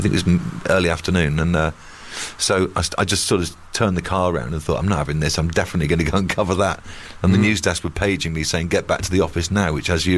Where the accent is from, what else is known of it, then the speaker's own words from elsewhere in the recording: United Kingdom; And all that Celtic music they played as well kind of got to me as a Brit.